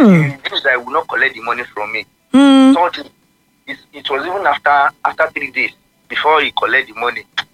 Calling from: Nigeria; from Soka.

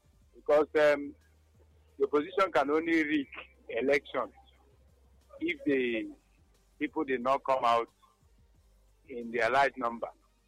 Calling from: Nigeria; From Kratekul.

